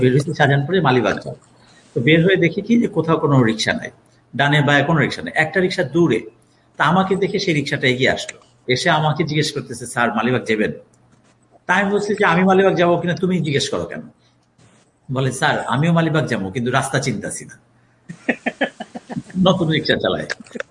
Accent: Narsingdi, Dhaka Division, Bangladesh; আমার দেশের বাড়ি হচ্ছে নরসিংদী

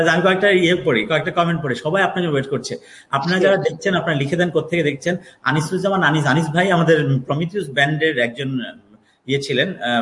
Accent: Narsingdi, Dhaka Division, Bangladesh; নরসিংদী আমার দেশের বাড়ি, গ্রামের বাড়ি।

